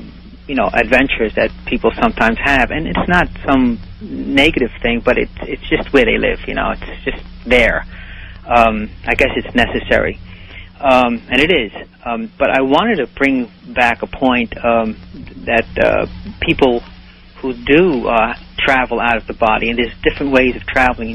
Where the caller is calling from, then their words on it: New York, United States; And I am from New York